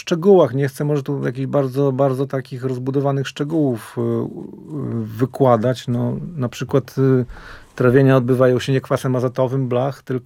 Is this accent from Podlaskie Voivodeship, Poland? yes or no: yes; Tykocin, Podlaskie Voivodeship, Poland; ja pochodzę z Podlasia